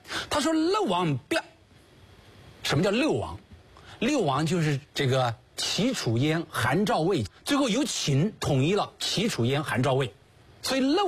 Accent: China; 我们中国人

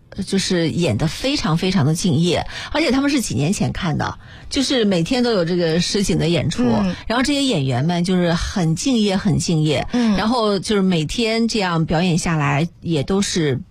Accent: Xuzhou, Jiangsu, China; 我觉得我们徐州人啊，你说我们是南方人，北方人说我们徐州是南方啊。

